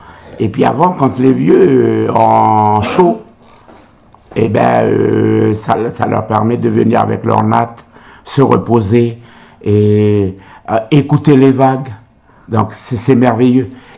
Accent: New Caledonia; now in Nouméa, New Caledonia; Ici à Nouméa, mais on est originaire de la tribu de l'Arête, de l'Eni.

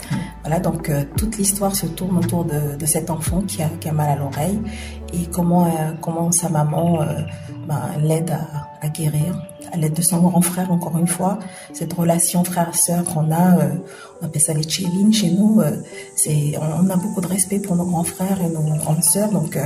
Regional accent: New Caledonia; moi, j'ai besoin d'exister en tant que Kanak, d'abord, mm-hmm. avant d'exister en tant que calédonienne.

